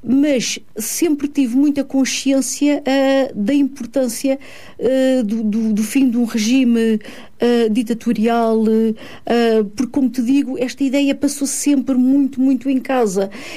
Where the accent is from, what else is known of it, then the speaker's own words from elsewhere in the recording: Pinteus, Lisbon, Portugal; also born or lived in Guinea-Bissau; eu vim de Guiné-Bissau efetivamente muito pequena, eu vim com um mês de idade, e depois fui criada, toda a minha infância foi passada, portanto, numa pequena aldeia, Pinteus, que pertence ao concelho de Loures